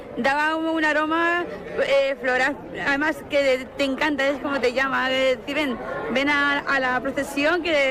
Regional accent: Vargas, Castilla-La Mancha, Spain; Somos de Vargas. Bueno, pero de aquí cerquita.

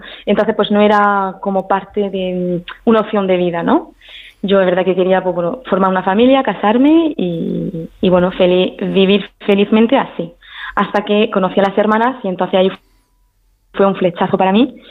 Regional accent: Paris, Île-de-France, France; Spanish is a second language; moved away as an adult; soy francesa, mi padre es francés, mi madre española, murciana, y yo nací en París y viví ahí hasta, pues, hasta los 22 años, hasta que entré al convento.

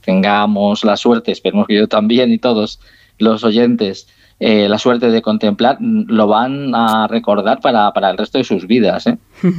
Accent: Turmiel, Castilla-La Mancha, Spain; Bueno, yo en mi pueblo, como te decía antes

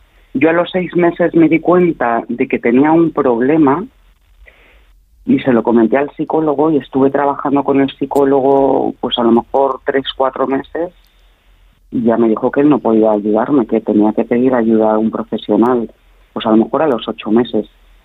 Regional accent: Madrid, Community of Madrid, Spain; now in Zaragoza, Spain; en Zaragoza, pero soy de Madrid y mi familia vive en Madrid.

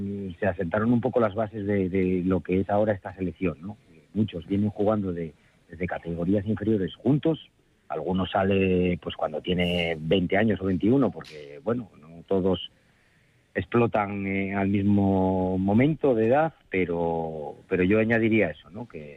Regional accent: Asturias, Spain; Ahí estamos. Ahí estamos. Somos asturianos todos.

